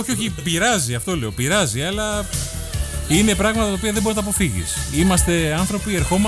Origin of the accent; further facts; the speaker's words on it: Mantamados, North Aegean, Greece; born there; moved away; το χωριό μου, στο Ματαμάδο.